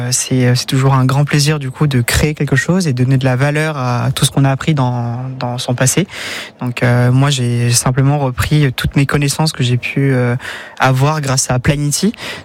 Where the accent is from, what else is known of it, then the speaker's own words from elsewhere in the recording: Auvergne-Rhône-Alpes, France; also born or lived in Andrézieux-Bouthéon / Saint-Just-Saint-Rambert; je vais rester dans la Loire, parce que du coup, je suis né dans la Loire. J'ai toujours vécu entre Andrézieux, Saint-Just-Arambert, Saint-Marcellin-en-Forêt aujourd'hui, où j'ai acheté ma petite maison